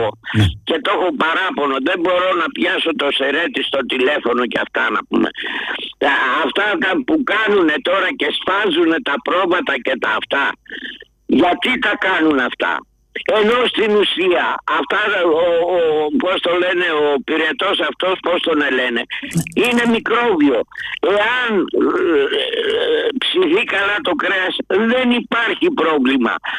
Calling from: Marousi, Attica, Greece; είμαι από Μαρούσι.

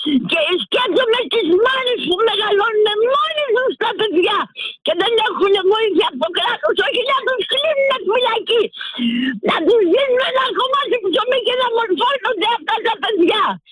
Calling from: Greece; σαν Ελληνίδα, γιατί αγαπάω την πατρίδα μου

